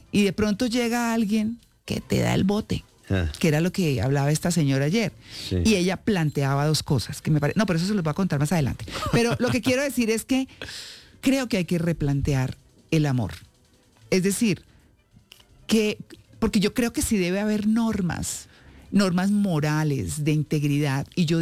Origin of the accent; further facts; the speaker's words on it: Colombia; now in Charlotte, United States; ustedes saben que ando de visita feliz en mi país.